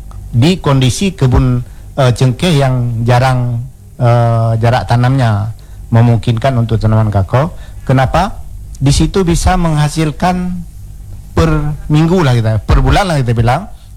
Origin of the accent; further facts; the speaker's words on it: Aceh, Indonesia; orang kita Aceh